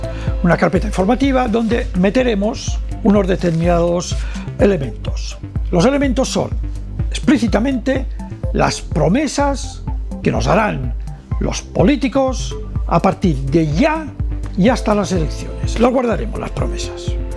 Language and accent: Spanish; Balearic Islands, Spain; Eso es lo que nos pasa a nosotros en las Islas Baleares.